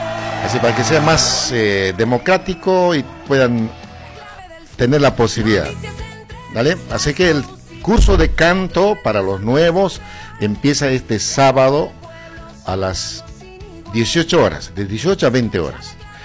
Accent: Bolivia; now in Argentina; Como nosotros vivimos en Argentina ya casi, ya sí, 30 años, es mucho tiempo, amigos. Bueno, nuestro corazoncito también mi segunda patria, ¿no? Como boliviano lo digo, amo este país.

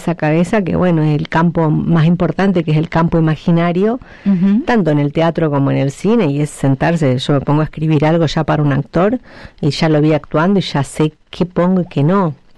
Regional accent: Cutral Có, Neuquén, Argentina; moved away; recordar mi infancia en los 80 en Cutralcó

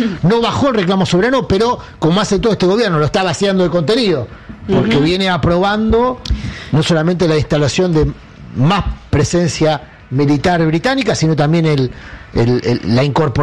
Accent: Argentina; pero somos excesivos los argentinos

